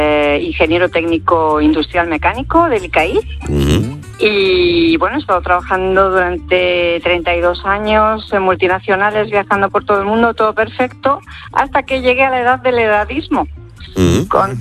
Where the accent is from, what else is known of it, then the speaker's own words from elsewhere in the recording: Argentina; now in Seville, Spain; Sí, soy argentina, pero desde Sevilla.